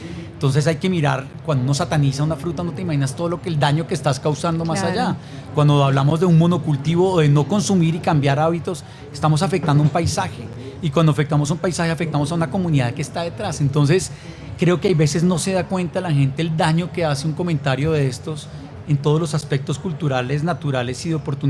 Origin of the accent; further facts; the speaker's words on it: Colombia; es un gran reto que tenemos como colombianos también